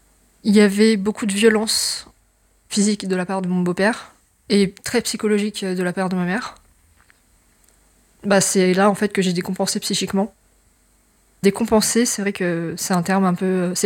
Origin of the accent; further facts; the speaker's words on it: Auvergne-Rhône-Alpes, France; now in Grenoble, France; J'ai grandi en Haute-Savoie